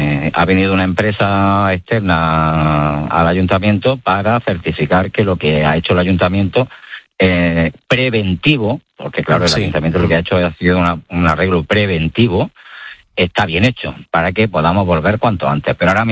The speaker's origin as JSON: {"language": "Spanish", "town": "Granada", "region": "Andalusia", "country": "Spain", "said": "la suerte que tenemos la mayoría es que somos de Granada."}